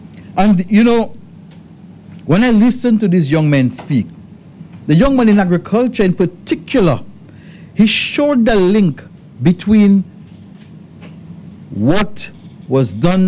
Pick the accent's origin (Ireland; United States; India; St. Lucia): St. Lucia; I grew up in Babylon